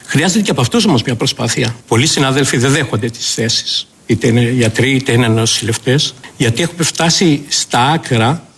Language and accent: Greek; Chania, Crete, Greece; Με κάνει να ντρέπομαι σαν Χανιώτης.